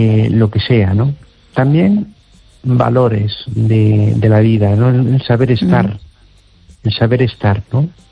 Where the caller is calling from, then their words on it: Amoeiro, Galicia, Spain; de Amoeiro.